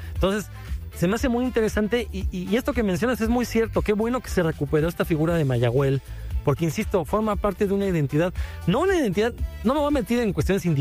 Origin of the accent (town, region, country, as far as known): Mexico